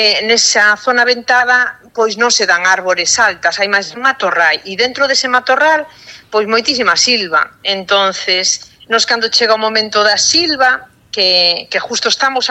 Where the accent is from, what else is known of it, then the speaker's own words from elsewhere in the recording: Beirán, Galicia, Spain; Eu son de Beirán, veciña aí de Valladares tamén, claro.